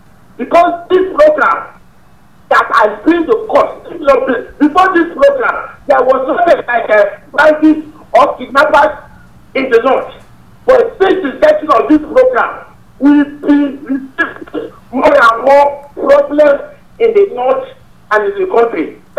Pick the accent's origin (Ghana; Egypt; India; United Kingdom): Ghana; from Ghana.